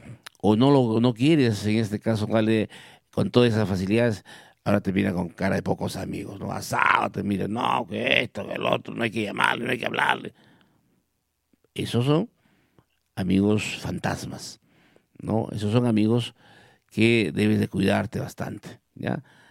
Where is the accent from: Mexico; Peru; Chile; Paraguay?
Peru; Villa Rica, Pasco; Buenos días, Villarrica. ¿Cómo amaneció mi pueblo querido?